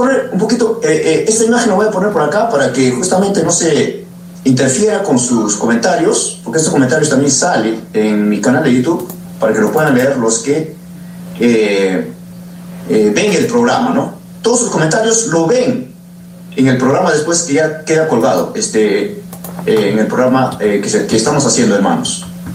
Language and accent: Spanish; Peru; born there; como peruano que radico en mi país y que nací en mi país